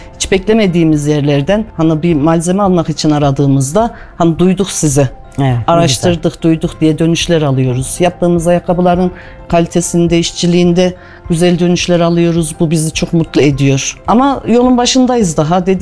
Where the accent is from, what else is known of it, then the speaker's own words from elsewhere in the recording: Kayseri, Turkey; Ben doğma büyüme Başakpınarlıyım mesela.